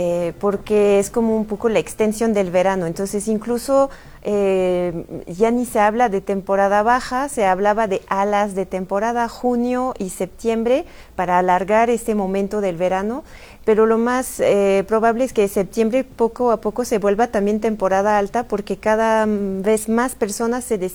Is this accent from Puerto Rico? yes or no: no; France; now in Mexico; Yo siendo francesa